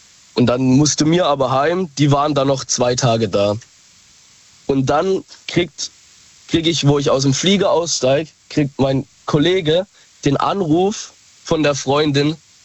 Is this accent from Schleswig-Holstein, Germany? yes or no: no; Baden-Württemberg, Germany; bin aus dem Kreis Heilbronn.